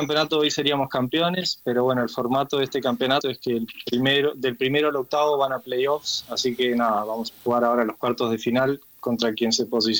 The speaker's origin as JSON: {"language": "Spanish", "country": "Uruguay", "moved": "yes", "lives_now": "Málaga, Spain", "said": "Sí, te diría que el 95% somos uruguayos."}